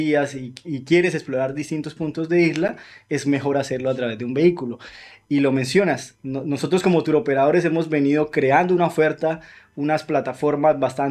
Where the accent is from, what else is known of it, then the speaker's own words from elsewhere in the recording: Colombia; como colombiano que soy